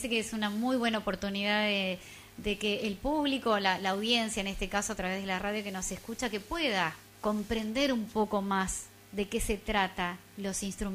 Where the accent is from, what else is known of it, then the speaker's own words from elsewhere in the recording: Basavilbaso, Entre Ríos, Argentina; yo siempre hablo de mi pueblo, pero vamos a hablar en este caso porque otra coincidencia con Vero, vivíamos enfrente, ¿sí? En dos esquinas, ella en la esquina de enfrente, yo en la otra, de chiquitita, nuestra infancia.